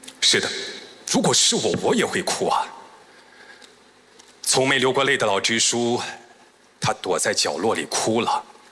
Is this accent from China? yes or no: yes; Guizhou, China; 因为我们贵州人天生敢闯敢拼，